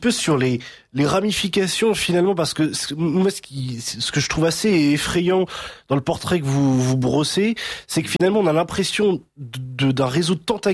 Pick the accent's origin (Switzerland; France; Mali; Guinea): France; en tant que Français et de droite